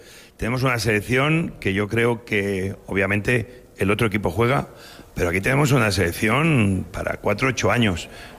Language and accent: Spanish; Asturias, Spain; yo soy como un niño pequeño con esto de la selección y también del Barcelona, que soy asturiano del Barça